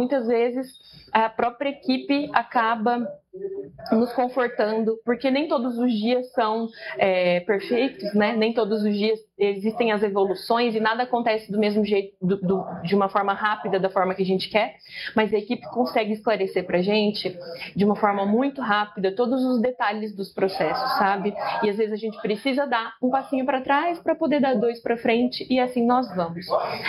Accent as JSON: {"language": "Portuguese", "town": "Lins", "region": "São Paulo", "country": "Brazil", "said": "Nós somos da cidade de Lins. Lins é 1h30 daqui"}